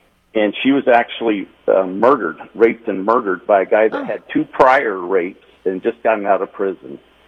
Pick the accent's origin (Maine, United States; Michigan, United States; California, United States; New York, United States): California, United States; Salinas; I'm 66 years old. I'm born and raised in Salinas